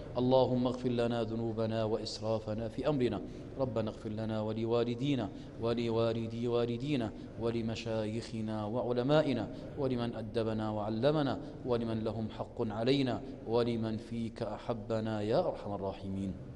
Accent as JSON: {"language": "Arabic", "country": "Jordan", "said": "اللهم اجعل بلدنا الأردن بلد أمن وأمان، وأمان واستقرار، بلد رخاء وسرور يا أكرم الأكرمين"}